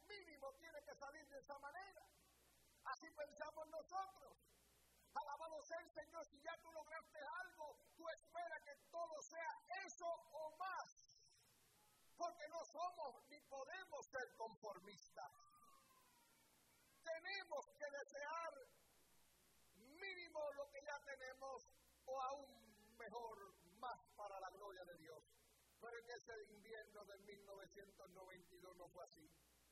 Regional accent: New York City, New York, United States; born there; also born or lived in Brooklyn; Yo nací en el Bronx.

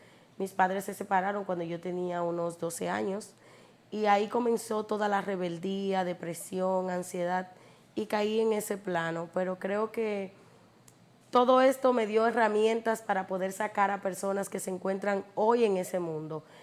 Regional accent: Puerto Plata, Dominican Republic; now in Santo Domingo, Dominican Republic; soy de Puerto Plata, pero actualmente resido aquí en Santo Domingo.

